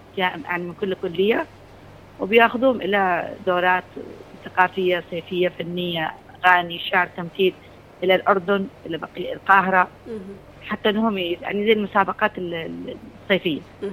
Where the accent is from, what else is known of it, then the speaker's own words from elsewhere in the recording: Yemen; هويتنا كيمنيين